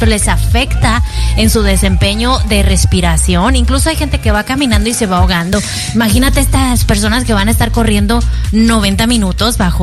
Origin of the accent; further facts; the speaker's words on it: Mexico; para mí como mexicano